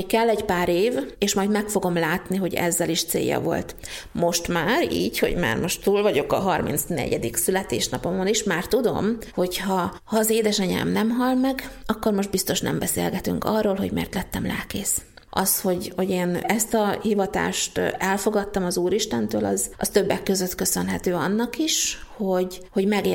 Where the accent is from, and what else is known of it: Gyula, Békés, Hungary; born or raised there